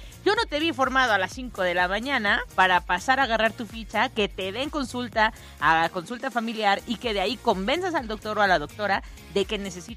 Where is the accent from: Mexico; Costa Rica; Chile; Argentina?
Mexico; como mexicanos nos hemos acostumbrado a que pasen ese tipo de cosas